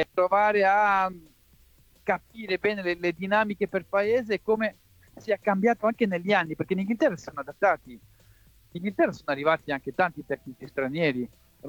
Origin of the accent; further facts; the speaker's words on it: Geneva, Switzerland; io sono cresciuto a Ginevra